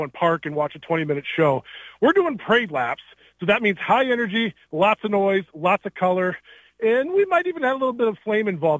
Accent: Iowa, United States; now in New Hampton, United States; Well, I was raised here in Winnesha County for sure. Yeah, more or less. I live down in New Hampton now.

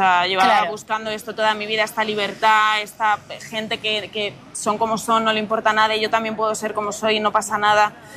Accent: Segovia, Castile and León, Spain; yo soy de Segovia.

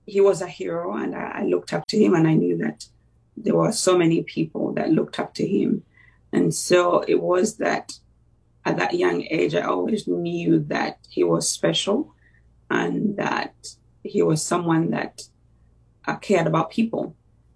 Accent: Kampala, Central Region, Uganda; also born or lived in England; now in United States; I grew up in Uganda, in Kampala, in the capital city. I went to school there. It's a third world country.

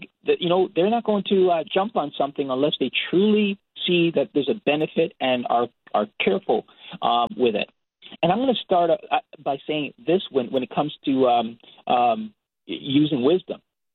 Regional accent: Toronto, Ontario, Canada; I'm from Toronto, Canada.

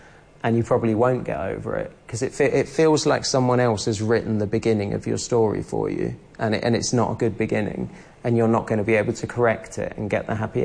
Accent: London, United Kingdom; born or raised there

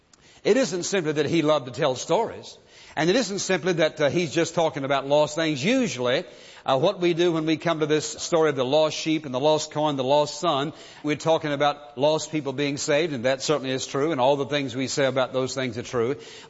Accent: Virginia, United States; I grew up in Virginia, and my hometown where I lived was just always a mile or two out in the country to where the farms were.

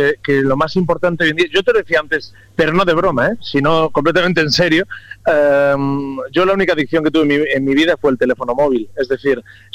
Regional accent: Galicia, Spain; soy del 83, de Galicia

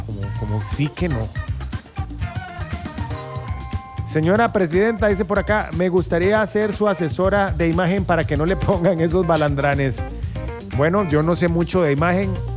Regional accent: Costa Rica

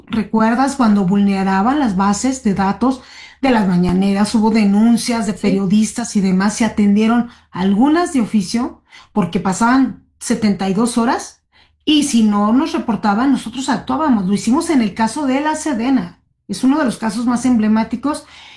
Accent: Mexico

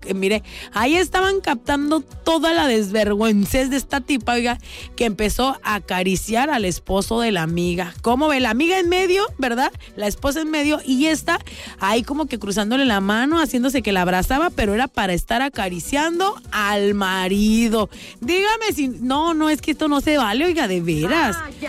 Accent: Veracruz, Mexico; Saludos a todos los que somos de Veracruz

